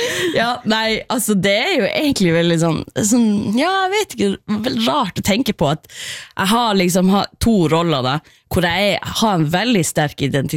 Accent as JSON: {"language": "Norwegian", "town": "Karasjok", "region": "Finnmark", "country": "Norway", "tie": "born or raised there", "said": "jeg vokste opp i Karasjok, og selvfølgelig, alle på barneskolen er jo, liksom, skal jo joike en eller annen gang i løpet av livet."}